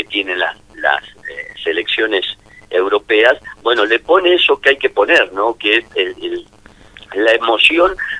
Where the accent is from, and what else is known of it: Argentina